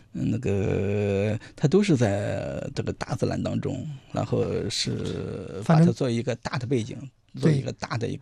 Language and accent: Chinese; Shandong, China; 它对中国历史的发展非常非常之重要，而且离我的老家很近啊。